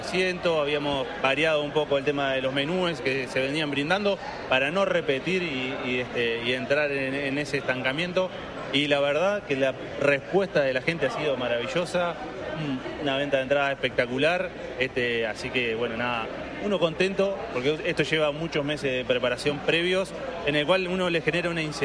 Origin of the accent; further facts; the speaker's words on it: Uruguay; hoy somos 4 uruguayos viajando a nivel internacional